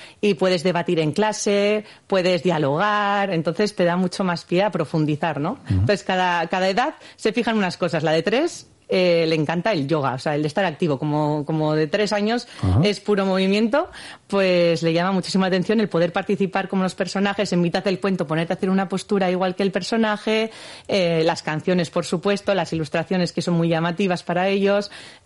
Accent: Gatika, Basque Country, Spain; Yo soy de Gatica, exactamente.

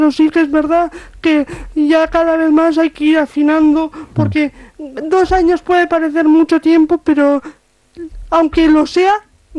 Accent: Guernica, Basque Country, Spain; moved away; cuando voy a Guernica, a mi pueblo

